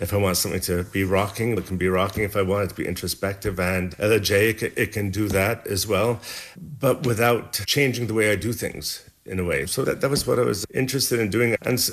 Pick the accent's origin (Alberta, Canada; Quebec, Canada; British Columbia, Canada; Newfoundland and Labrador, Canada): Quebec, Canada; Montreal; Later on in university, or in Sage, I came from Montreal and applied for the music program.